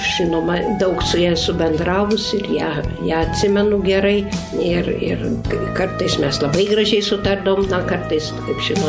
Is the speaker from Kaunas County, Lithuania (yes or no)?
no; Vilnius, Vilnius County, Lithuania; now in Utena, Lithuania; Na, iš tikrųjų, aš esu vilnietė ir Vilniuje ir mokyklą baigiau Salomėjos Nėries